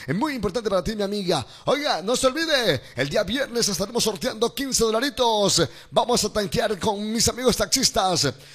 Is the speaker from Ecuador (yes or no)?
yes; Ecuador; no creas que no somos ecuatorianos